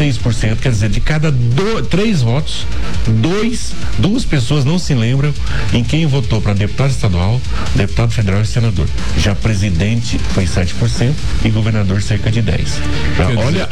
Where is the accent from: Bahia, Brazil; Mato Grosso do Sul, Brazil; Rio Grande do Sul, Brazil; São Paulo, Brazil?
Mato Grosso do Sul, Brazil; Nova Andradina; Lá em Nova Andradina, onde eu cresci